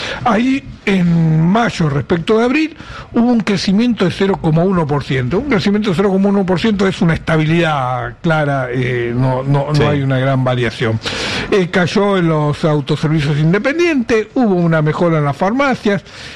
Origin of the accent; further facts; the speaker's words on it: Argentina; El problema es que el mercado interno somos los argentinos.